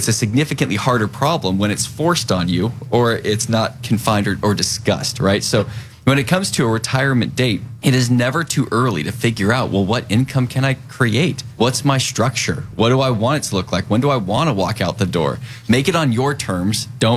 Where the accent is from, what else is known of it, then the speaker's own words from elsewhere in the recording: Incline Village, Nevada, United States; also born or lived in Bremerton; I grew up in Lake Tahoe area, a little town, North Lake Tahoe, called Incline Village. And so I spent years like 8 through 18 there.